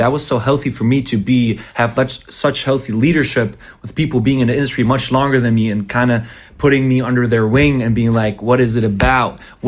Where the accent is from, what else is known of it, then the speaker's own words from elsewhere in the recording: Munich, Bavaria, Germany; now in Mainz, Germany; I was born in Munich, but yeah, God put me here now